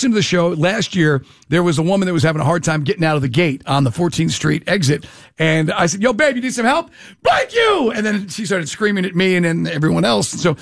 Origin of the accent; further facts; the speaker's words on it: New York, United States; moved away; I give it right back as a New Yorker.